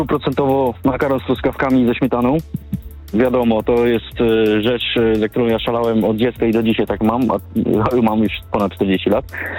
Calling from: Gdańsk, Pomeranian Voivodeship, Poland; z Gdańska.

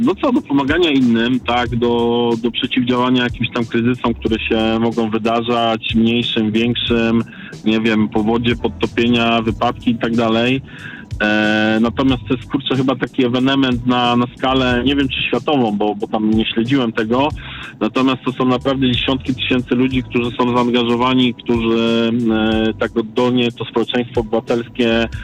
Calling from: Kalisz, Greater Poland Voivodeship, Poland; z Kalisza. Z Kalisza w Wielkopolsce. Miejscowość, no teraz gdzieś tam kilka tysięcy do 100 000 mieszkańców brakuje.

